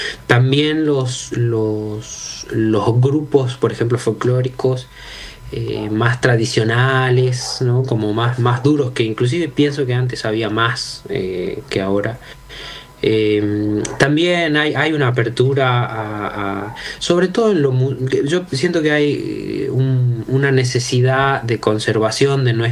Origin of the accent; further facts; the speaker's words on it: Argentina; somos argentinos